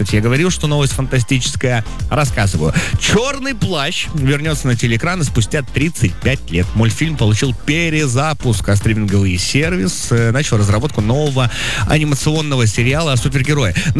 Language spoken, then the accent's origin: Russian; Magadan, Magadan Oblast, Russia; Я из Магадана